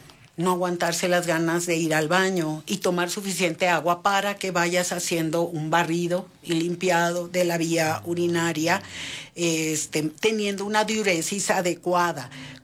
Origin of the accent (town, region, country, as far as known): Tabasco, Mexico; born or raised there